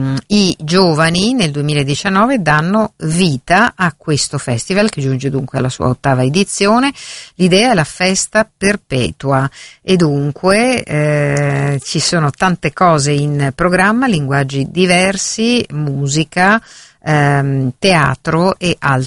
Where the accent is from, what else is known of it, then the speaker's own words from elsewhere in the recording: Campobello di Licata, Sicily, Italy; Questa è la mia terra, Campobello di Licata in provincia di Agrigento